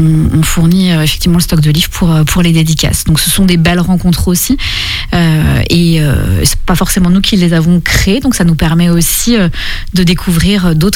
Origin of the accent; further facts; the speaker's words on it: Apremont, Pays de la Loire, France; Alors moi j'ai grandi à Apremont, donc à quelques kilomètres.